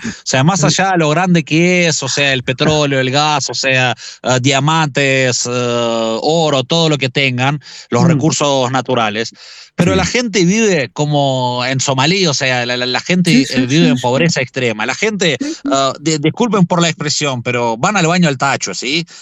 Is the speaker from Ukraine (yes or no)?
yes; Kharkiv Oblast, Ukraine; moved away; en mi provincia natal, en Kharkiv